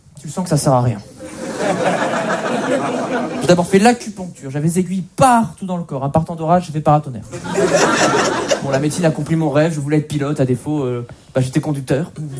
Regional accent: Menton, Provence-Alpes-Côte d'Azur, France; Je viens de Menton à la frontière italienne.

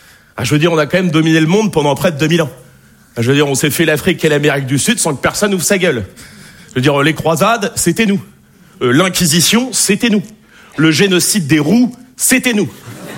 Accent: Nouvelle-Aquitaine, France; Je suis de Charente, je suis pas de Picardie non plus, voilà.

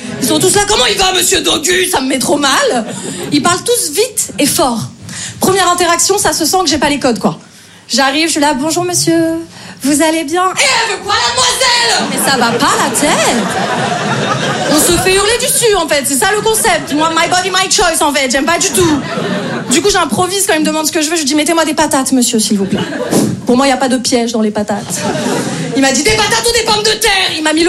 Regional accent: Paris, Île-de-France, France; Moi je viens de Paris.

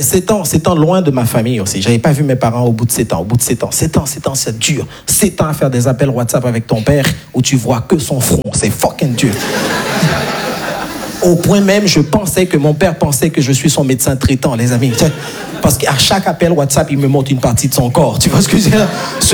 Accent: Haiti; Moi, je suis très frileux, je ne vais pas vous mentir, parce que je suis né et grandi en Haïti, et en Haïti, on n'a pas les 4 saisons

